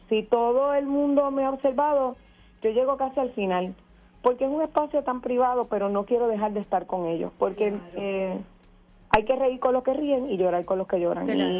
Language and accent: Spanish; Carolina, Puerto Rico; yo soy de Carolina, sí, y estoy sin agua. Ahora soy zona 1